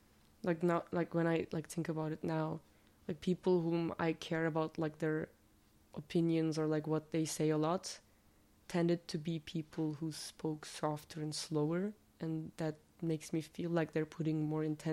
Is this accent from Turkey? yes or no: yes; Bursa, Turkey; first language Turkish; English is a second language; I am from Bursa, Turkey.